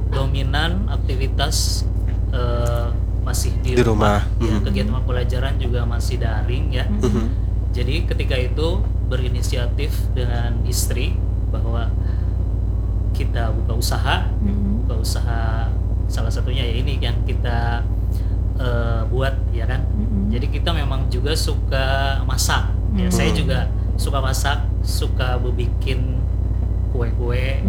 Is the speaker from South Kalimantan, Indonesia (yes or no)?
yes; South Kalimantan, Indonesia; born there; Mencerminkan memang orang Jawa Barat. Tapi pada kenyataannya saya lahir di Kalimantan Selatan.